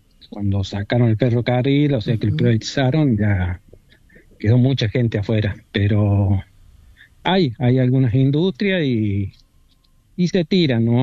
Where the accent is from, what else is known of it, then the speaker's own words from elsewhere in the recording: San Luis, Argentina; No, sí, soy puntano de acá.